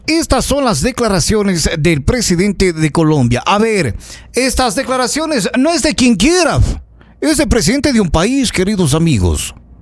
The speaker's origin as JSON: {"language": "Spanish", "country": "Ecuador", "said": "sobre todo como ciudadano ecuatoriano"}